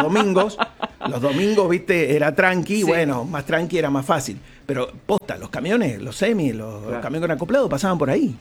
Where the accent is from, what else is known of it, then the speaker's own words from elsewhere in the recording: Mendoza, Argentina; quienes veníamos del Este